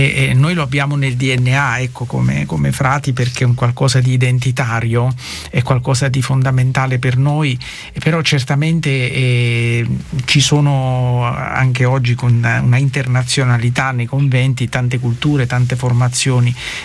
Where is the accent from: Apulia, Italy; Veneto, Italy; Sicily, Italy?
Apulia, Italy; Lucera; born or raised there